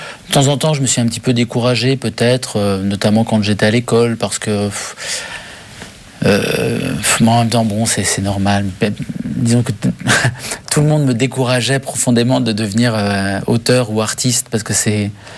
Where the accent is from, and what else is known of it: Syria; born or raised there; moved away